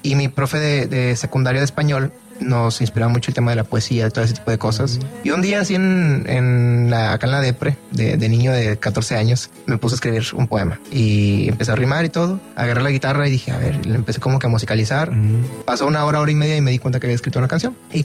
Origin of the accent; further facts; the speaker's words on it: Guadalupe, Nuevo León, Mexico; Soy de Guadalupe.